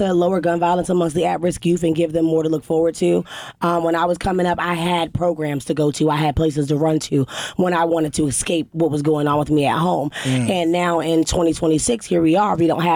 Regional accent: Alexandria, Virginia, United States; also born or lived in Arlington, Virginia; So I was born in Arlington, Virginia, which is Northern Virginia, but I was raised in Alexandria. Dominican part-born female

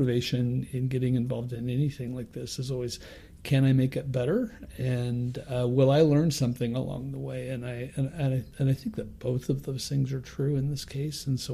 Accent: Wichita, Kansas, United States; So I grew up in Kansas, in Wichita, and these books were all around when I was a kid

